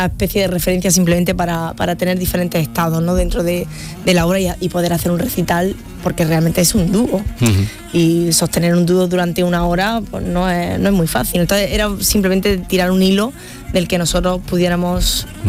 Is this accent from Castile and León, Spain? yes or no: no; Granada, Andalusia, Spain; hacemos un homenaje a Granada, a mi tierra, sí, y a mis maestros como Mario Maya